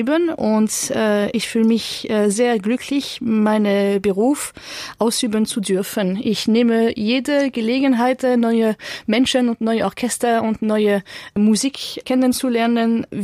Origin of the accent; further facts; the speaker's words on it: Chartres, Centre-Val de Loire, France; German is a second language; now in Cologne, Germany; Ich komme aus Chartres.